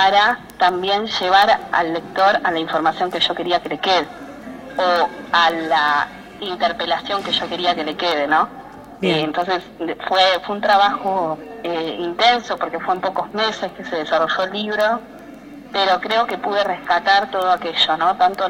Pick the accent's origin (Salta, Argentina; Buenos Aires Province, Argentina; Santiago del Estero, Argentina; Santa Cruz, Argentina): Santa Cruz, Argentina; Puerto San Julián; Yo soy de San Julián y viví acá en el momento que ocurre el femicidio de Zulma. Zulma vivía a 2 cuadras de mi casa